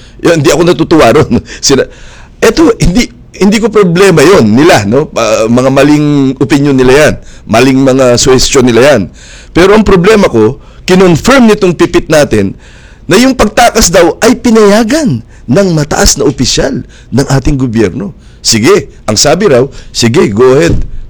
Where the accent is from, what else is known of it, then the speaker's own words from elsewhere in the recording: Pasig, Metro Manila, Philippines; doon sa bayan namin sa Pasig